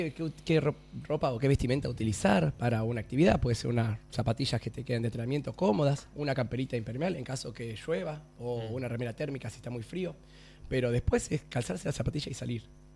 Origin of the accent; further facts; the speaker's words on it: Buenos Aires, Argentina; moved away as an adult; also born or lived in Haedo; now in Río Gallegos, Argentina; Soy de Buenos Aires, de Granbur. Mira. Y después, un tiempo viví en Aedo. Zona oeste.